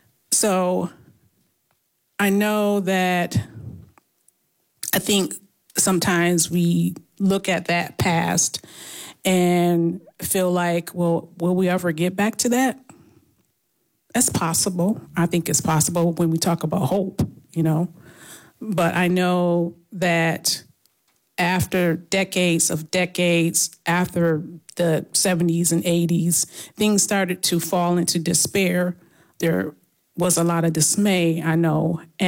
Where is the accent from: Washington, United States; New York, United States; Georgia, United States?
New York, United States; Buffalo; I grew up in Buffalo in the 70s and 80s.